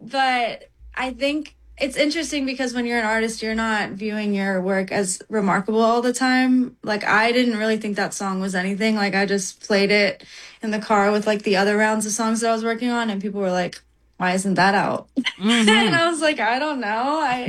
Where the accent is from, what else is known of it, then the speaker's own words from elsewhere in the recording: Pittsburgh, Pennsylvania, United States; That's kind of how people found out I was from Pittsburgh, because my music really caught on when I was in Atlanta.